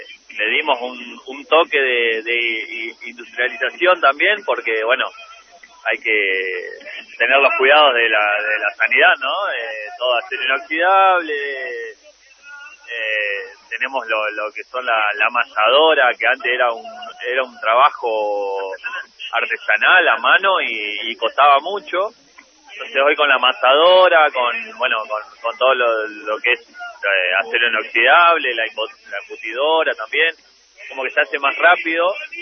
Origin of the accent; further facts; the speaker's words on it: Belisle, Río Negro, Argentina; la carneada de Belisle, es mi pueblo